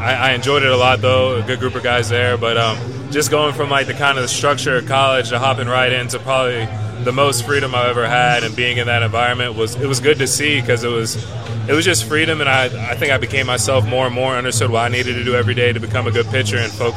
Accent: the South, United States; And then just being in the South and growing up in the South, visiting all those schools

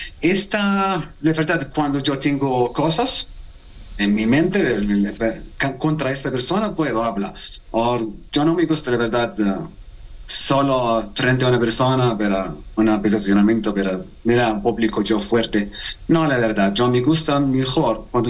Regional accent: Saudi Arabia; Spanish is a second language; una persona normal, de la Arabia Saudita. Mi mamá tiene sangre italiana, mi papá es de la Arabia Saudita.

